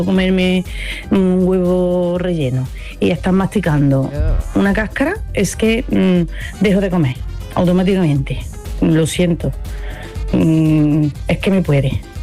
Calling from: Córdoba, Andalusia, Spain; Llamo desde Córdoba.

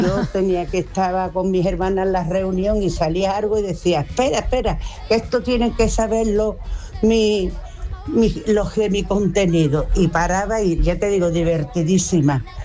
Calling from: Jerez, Andalusia, Spain; de Jerez. Pues yo la última actuación que hice fue en fin de curso en el centro de mayores de las torres de aquí de Jerez.

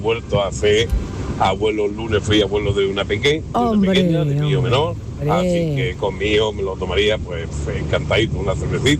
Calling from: Málaga, Andalusia, Spain; sobre todo la Victoria de Málaga, de mi tierra

